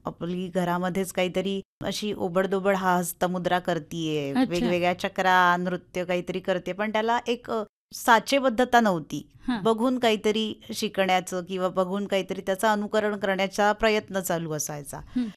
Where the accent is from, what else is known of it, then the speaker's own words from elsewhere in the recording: Ratnagiri, Maharashtra, India; मी मूळची रत्नागिरीचीच आहे आणि खरंच कोकणची भूमी ही कला, संस्कृती आणि निसर्गाने समृद्ध आहे.